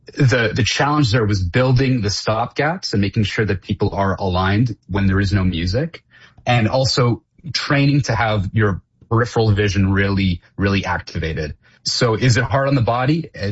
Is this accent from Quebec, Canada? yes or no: no; Toronto, Ontario, Canada; born or raised there